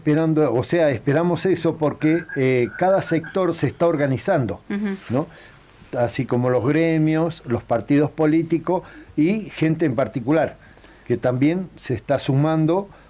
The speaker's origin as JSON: {"language": "Spanish", "country": "Argentina"}